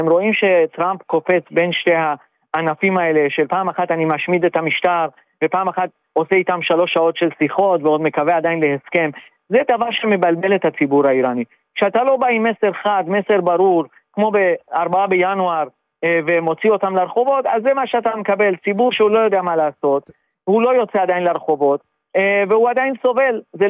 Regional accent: Tehran, Tehran Province, Iran; אבל אני אפילו כילד במרכז טהרן לא יכולתי להשות לעצמי, גם אז, בשנות ה-80, את מה שבצפון טהרן ידעו להשות לעצמם

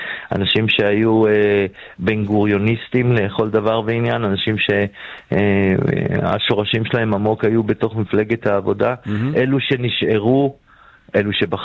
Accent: Jerusalem, Jerusalem District, Israel; אני מחובר מגיל, אני ירושלמי, אל תגיד את זה עוד פעם.

